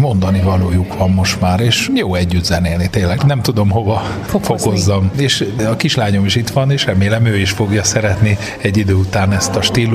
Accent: Hungary; nem hiába születtünk magyarnak

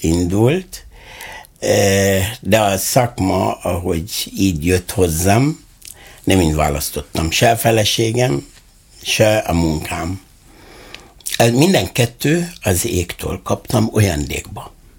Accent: Egypt; Hungarian is a second language; moved away as an adult; now in Hungary; egyiptomi vagyok

